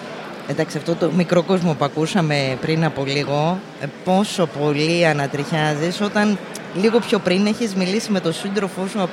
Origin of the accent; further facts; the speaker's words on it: Thessaloniki, Central Macedonia, Greece